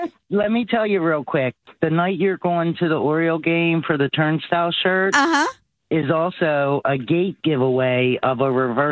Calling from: Baltimore, Maryland, United States; from Baltimore.

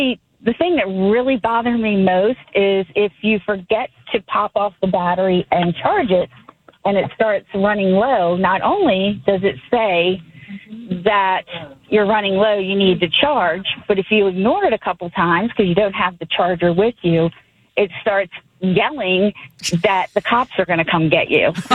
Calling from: Sykesville, Maryland, United States

